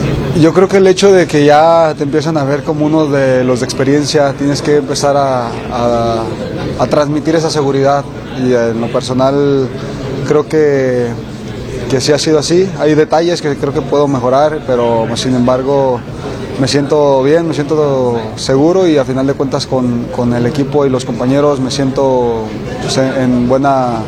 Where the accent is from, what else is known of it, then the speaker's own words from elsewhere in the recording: Mexico; somos mexicanos y debemos apoyarnos entre nosotros